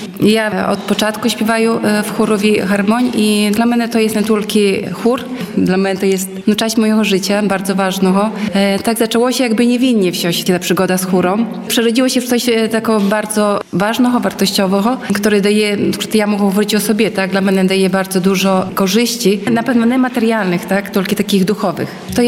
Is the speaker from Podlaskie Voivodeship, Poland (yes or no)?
yes; Łosinka, Podlaskie Voivodeship, Poland; ja na przykład dojeżdżaję z Hajnówki, ale pochodzę z Łosinki i też jakby, no, związana no, sercem z Łosinką, tak, bo tutaj wychowała się, tutaj chodziła do szkoły, tutaj rodzice żyli